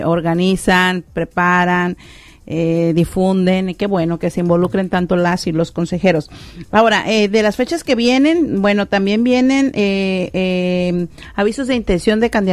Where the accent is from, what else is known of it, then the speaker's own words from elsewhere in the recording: Mexico; como buenos mexicanos, muchos dejamos para el último muchas cosas.